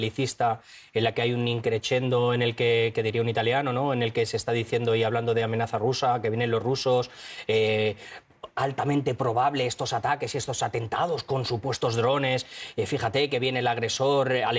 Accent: Spain; moved away; he llegado yo también hace poco de Europa, de España, de nuestro país aquí

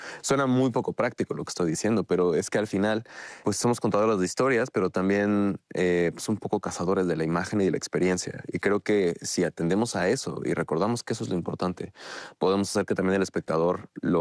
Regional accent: Puebla, Mexico; yo vengo de México, pero hago cine desde el estado de Puebla, ¿no? De la ciudad de Puebla.

